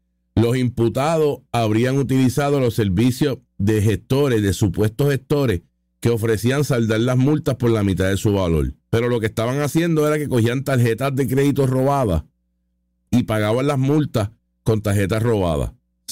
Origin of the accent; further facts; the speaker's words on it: Puerto Rico; una realidad que vivimos los puertorriqueños